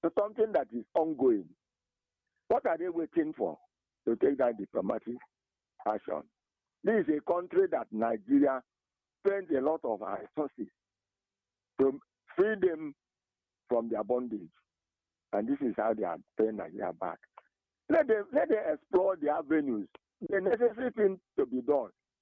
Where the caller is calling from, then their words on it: Kosovo; I'm calling you from Kosovo.